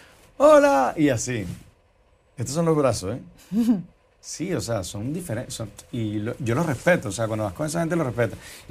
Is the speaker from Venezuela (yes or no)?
yes; Venezuela; moved away as an adult; also born or lived in California / Miami; now in Madrid, Spain; no solamente por ser venezolano